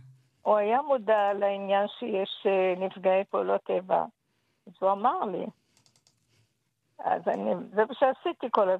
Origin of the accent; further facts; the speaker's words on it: Ramat Gan, Tel Aviv District, Israel; פניתי למוסדות על עובד סוציאלית, עיריית רמת גן, אנחנו מרמת גן, עובד סוציאלית, ביקשתי עזרה.